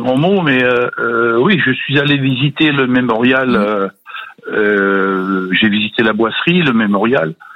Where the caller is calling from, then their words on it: Brittany, France; De Bretagne, du fin fond de la Bretagne, près de la Pointe du Raz.